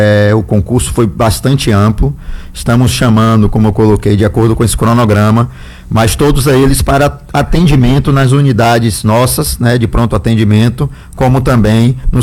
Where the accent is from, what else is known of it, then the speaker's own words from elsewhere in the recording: Ibirataia, Bahia, Brazil; moved away; Birataia, como sempre, uma cidade acolhedora. Eu costumo dizer que eu não sou nascido lá, mas eu sou de Birataia.